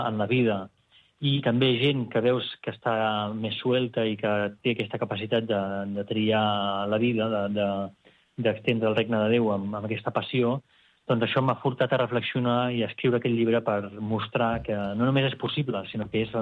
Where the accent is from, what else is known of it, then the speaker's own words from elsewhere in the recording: Girona, Catalonia, Spain; moved away as an adult; now in Rome, Italy; Doncs, mira, jo he passat la meva infància i adolescència i joventut a Girona, estudiant aquí a Girona, i amb la família també aquí a Girona